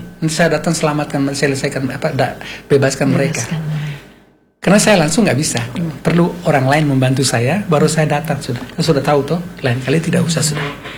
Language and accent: Indonesian; Flores, East Nusa Tenggara, Indonesia; now in Bukittinggi, Indonesia; Kami orang inti, kami orang Flores, orang miskin.